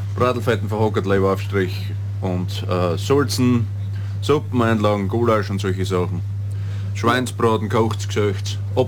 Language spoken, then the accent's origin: German; Styria, Austria